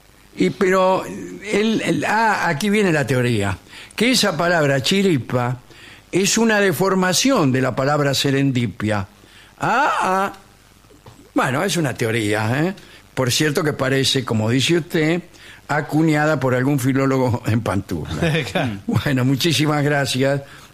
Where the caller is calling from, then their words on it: Castelar, Buenos Aires Province, Argentina; de Castelar.